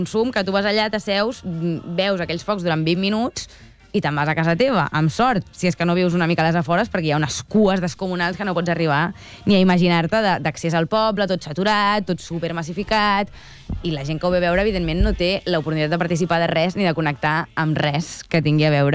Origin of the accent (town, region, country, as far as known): Blanes, Catalonia, Spain